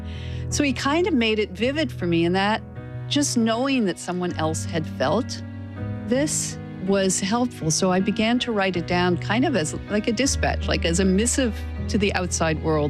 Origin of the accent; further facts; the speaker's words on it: Canada; I grew up Episcopal in Canada.